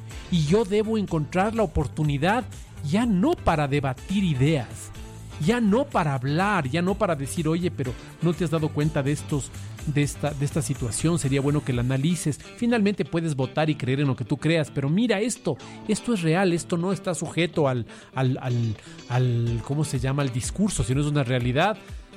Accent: Quito, Pichincha, Ecuador; Yo como quiteño era encantado, encantado.

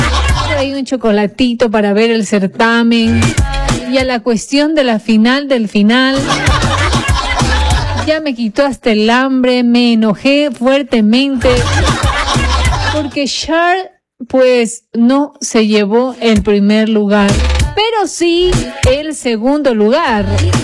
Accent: Ecuador; nos quedó como que la pica como ecuatorianos

